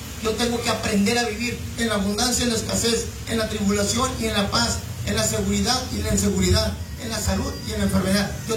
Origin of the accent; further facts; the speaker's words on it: Mexico; Como buen mexicano, ya viejos.